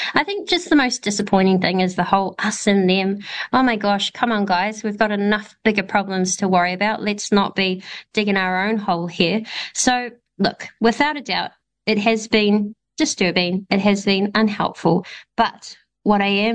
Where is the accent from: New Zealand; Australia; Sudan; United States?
New Zealand; You know, every you go overseas anywhere and you say, I'm from New Zealand, and they go, ah, the haka, you know, ah, the All Blacks.